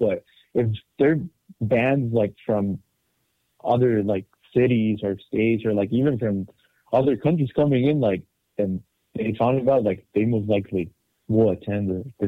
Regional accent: Tijuana, Baja California, Mexico; Yep, and I was born in Tijuana as well. Born and raised, lived all my life in here.

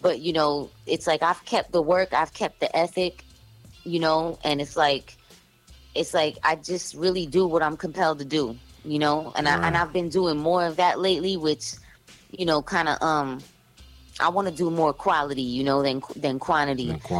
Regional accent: New York City, New York, United States; Well, you know, I'm from Brooklyn, New York, but I've traveled a lot and I've lived in different situations

